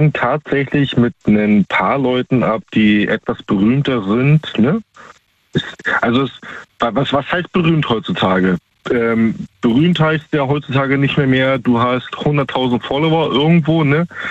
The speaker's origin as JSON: {"language": "German", "region": "Baltic Sea coast", "country": "Germany", "said": "Ich bin ursprünglich aus der Ostsee, da oben die Ecke, ne? Mhm. Arbeite aktuell in Baden-Württemberg."}